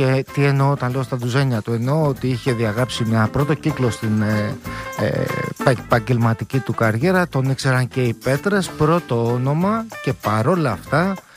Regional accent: Keratsini, Attica, Greece; Ο οποίος μόλις έμαθε ότι είμαι από το Κερατσίνι

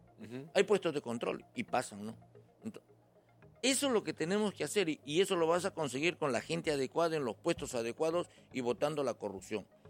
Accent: Trujillo, La Libertad, Peru; yo soy trujillano, y cuando viajo me buscan y me dicen

